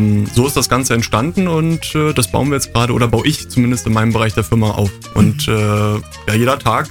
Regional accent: Berlin, Germany; born there; moved away as an adult; also born or lived in North Rhine-Westphalia; now in Cottbus, Germany; Ich bin tatsächlich zugezogen, bin gebürtiger Berliner

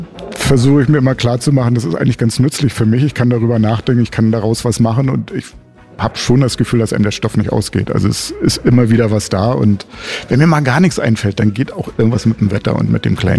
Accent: Neustrelitz, Mecklenburg-Vorpommern, Germany; Ich bin in Neustrelitz zur Schule gegangen.

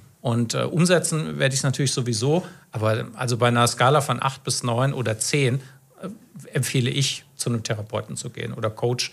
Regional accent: Kassel, Hesse, Germany; Ich bin gebürtig aus Kassel

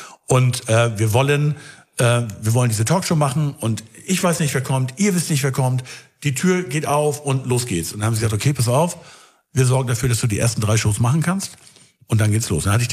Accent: Schleswig, Schleswig-Holstein, Germany

